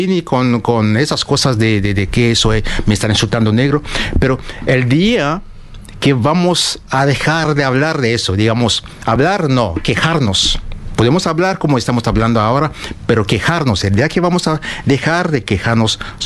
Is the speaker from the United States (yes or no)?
no; Cameroon; moved away as an adult; now in Paraguay; soy viejo también, tengo 47 años, 48 ya. Bueno, sí. Entonces ya pasé, imagínense, ya pasé más de la mitad de mi vida acá en Paraguay. Acá. Conozco más a Paraguay que Camerún.